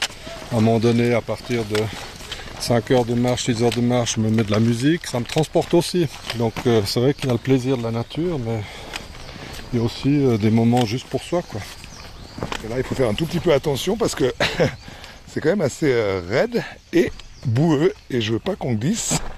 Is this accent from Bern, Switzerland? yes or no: no; Lutry, Vaud, Switzerland; J'ai grandi à Lutry